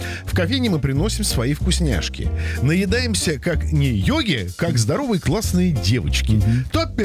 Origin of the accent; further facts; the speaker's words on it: Astrakhan, Astrakhan Oblast, Russia; из Астрахани.